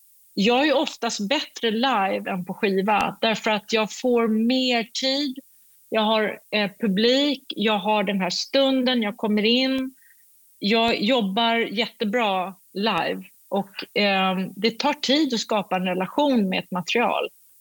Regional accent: United Kingdom; Swedish is a second language; now in Sweden; Jag kommer från Storbritannien och jag vet hur jag ska säga saker...

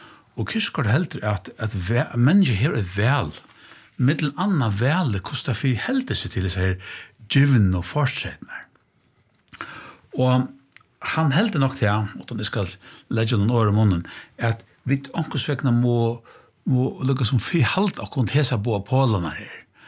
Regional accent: Denmark; Swedish is a second language; det som vi danskar kallar för nödvändighet eller det här givna

